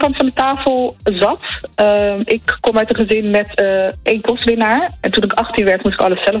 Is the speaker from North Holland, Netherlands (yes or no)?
no; Rotterdam, South Holland, Netherlands; Ik ben gewoon een Rotterdammer die gewoon in de stad loopt.